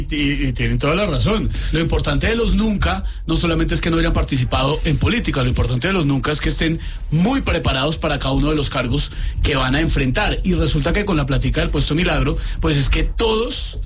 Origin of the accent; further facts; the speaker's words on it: Colombia; mientras estemos unidos como colombianos